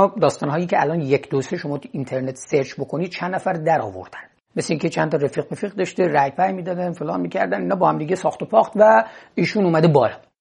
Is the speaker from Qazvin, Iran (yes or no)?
no; Gilan, Iran; واقعا من به عنوان یک گیلانی چشم باز کردم